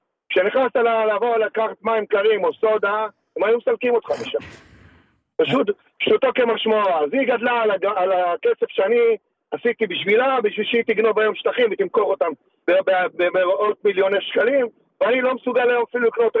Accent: Nahariya, Northern District, Israel; born there; also born or lived in Morocco; באנו, היינו ישר למעברות של נהריה, לפחונים

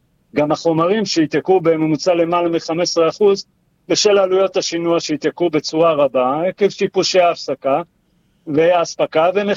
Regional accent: Haifa, Haifa District, Israel; אני יליד חיפה

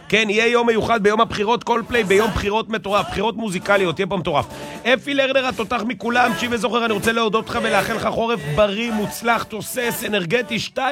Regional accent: Vienna, Austria; לא, באמת אני אזרח אוסטרי. וינאי.

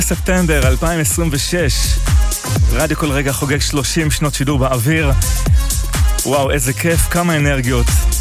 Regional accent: Migdal HaEmek, Northern District, Israel; אני גדלתי אי שם במגדל העמק

